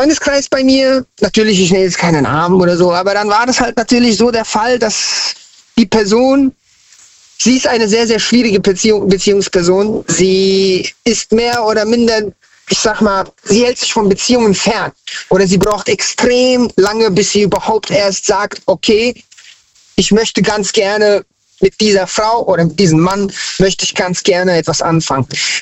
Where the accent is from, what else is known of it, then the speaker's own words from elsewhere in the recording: Hanau, Hesse, Germany; Also eigentlich komme ich von ganz woanders her, aber ich bin in Hessen, Hanau, Hessen-Frankfurt aufgewachsen und bin dann nach Hanau